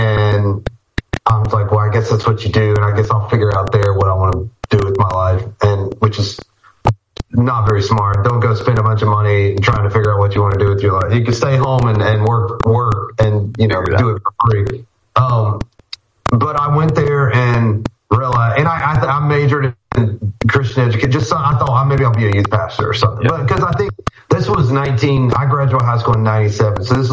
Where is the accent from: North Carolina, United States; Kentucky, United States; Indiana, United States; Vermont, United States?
North Carolina, United States; I grew up in North Carolina, and my dad's a pastor